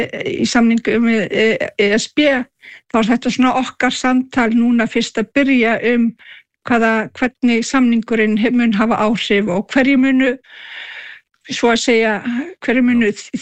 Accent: Kujalleq, Greenland; við sem ég kem frá Suðurgrænlandi, unnið mörg sumur í Nassasvak

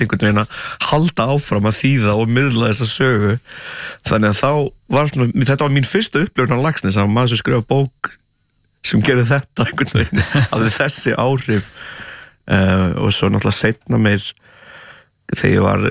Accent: Portugal; Ég, eins og ég hef sagt svona 300 sinnum og fólk örgulega þreytt á hér að það náttúrulega ólst upp í Portugal.

